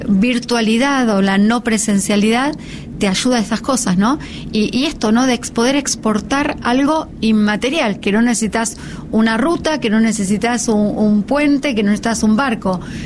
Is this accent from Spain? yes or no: no; Argentina